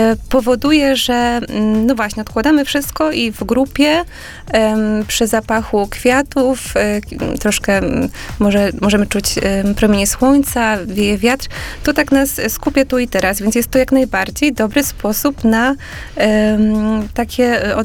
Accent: Warsaw, Masovian Voivodeship, Poland; szczególnie w miastach, ja jestem z Warszawy, więc dla mnie to jest mniej taka praktyka znana

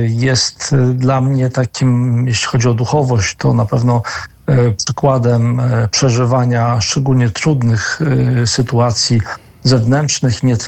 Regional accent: Biała Podlaska, Lublin Voivodeship, Poland; urodziliśmy się w tym samym mieście Białej Podlaskiej

